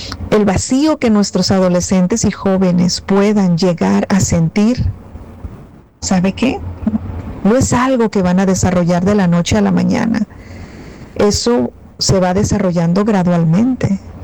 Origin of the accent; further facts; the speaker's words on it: Mexico; ni de loco, atento contra mi vida, si yo soy mexicano, si yo soy, y además este domingo juega mi selección.